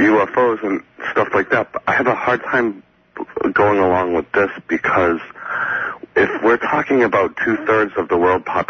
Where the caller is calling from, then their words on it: San Diego, California, United States; I am in San Diego.